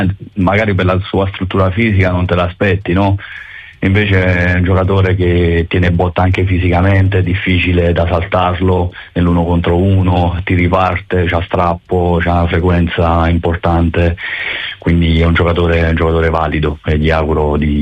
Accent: Naples, Campania, Italy; sono contento da napoletano che qualche ragazzo del settore giovanile, qualche napoletano veste la maglia della prima squadra, perché diciamo quando da napoletano giochi con quella squadra avverti un sapore diverso, no?

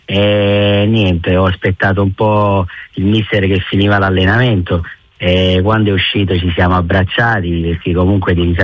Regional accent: Naples, Campania, Italy

